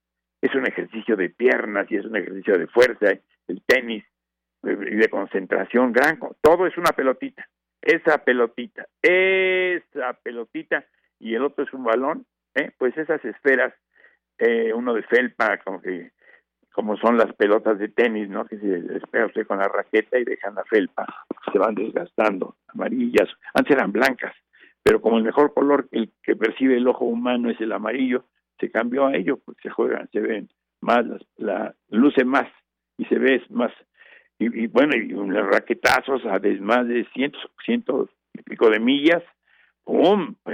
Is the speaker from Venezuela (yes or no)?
no; Mexico